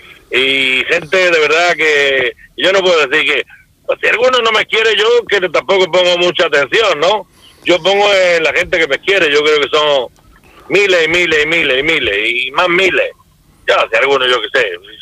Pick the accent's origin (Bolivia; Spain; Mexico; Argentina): Spain; Córdoba, Andalusia; now in Lorca, Spain; yo soy cordobés